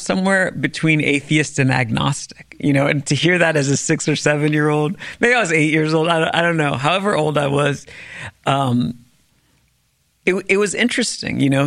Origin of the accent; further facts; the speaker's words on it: Washington, District of Columbia, United States; because I was growing up in Washington, D.C., where you kind of can't tune that stuff